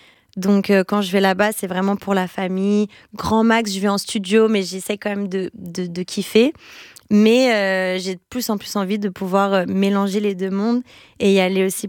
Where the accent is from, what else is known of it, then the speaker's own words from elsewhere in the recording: Brazil; now in France; moi en tant que Brésilienne en France